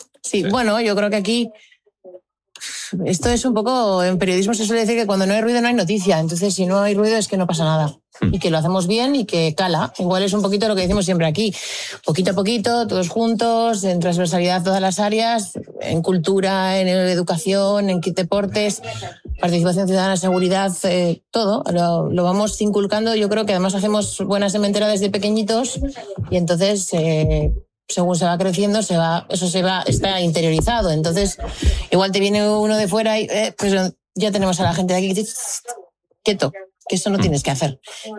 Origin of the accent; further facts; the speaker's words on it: Basque Country, Spain; somos vascos y vascas y venimos del matriarcado.